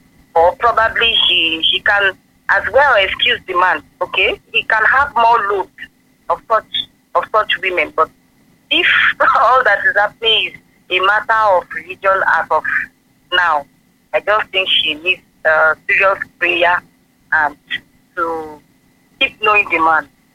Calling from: Ibadan, Oyo, Nigeria; I'm calling from Ibadan.

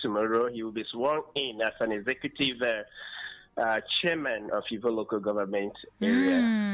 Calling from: Ebonyi, Nigeria; I'm calling in from Akezi, Ebonyi State.

